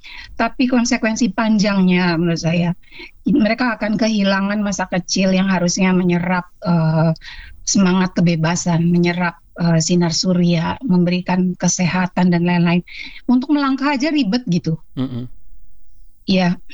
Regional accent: West Sumatra, Indonesia; Saya orang Minang

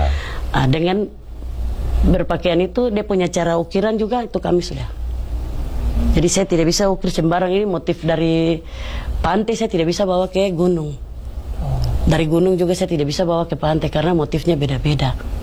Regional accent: Papua, Indonesia; now in Sorong, Indonesia; kami orang Papua

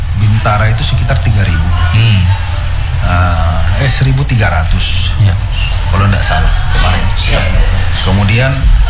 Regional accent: Medan, North Sumatra, Indonesia; Tetapi memang seperti saya juga orang Medan.

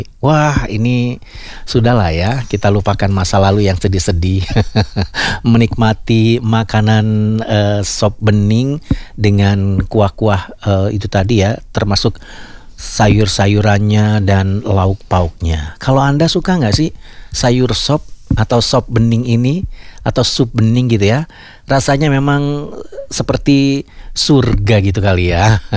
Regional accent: East Java, Indonesia; terus sambelnya itu sambel merah sih biasanya dulu zaman saya waktu kecil di Jawa Timur.

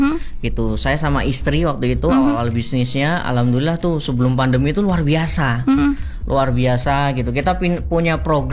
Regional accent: Lampung, Indonesia; now in Bogor, Indonesia; Kalau saya asli dari Lampung gitu.

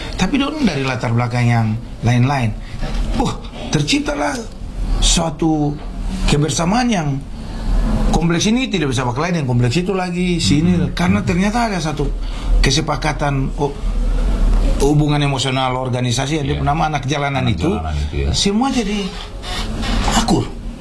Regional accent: Sorong, Southwest Papua, Indonesia; Dulu kan kita anak Sorong nih, mau kemana saja kita bersatuan, mau dirantau di mana, anak Sorong tuh kompak.

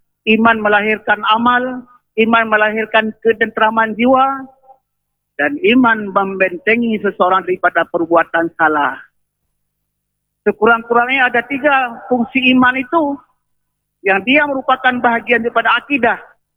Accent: Aceh, Indonesia; Kita dari Aceh harus mencari ilmu di tempat lain. Yang dulu orang lain datang ke Aceh.

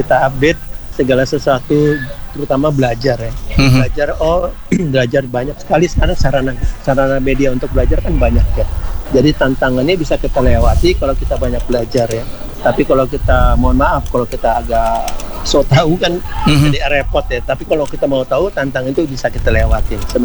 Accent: Manado, North Sulawesi, Indonesia; Iya, betul. Kita dari Manado.

